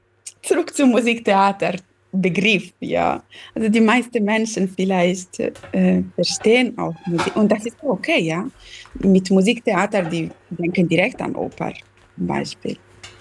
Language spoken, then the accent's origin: German; Southern Italy, Italy; German is a second language; now in Germany; Ich komme aus Süditalien und wir sind hier jetzt in Deutschland seit eigenen Jahren.